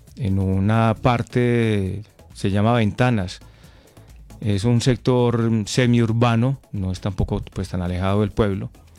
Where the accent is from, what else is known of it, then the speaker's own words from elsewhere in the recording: Concordia, Antioquia, Colombia; mi pueblo. ¿Cuál es mi pueblo? Concordia.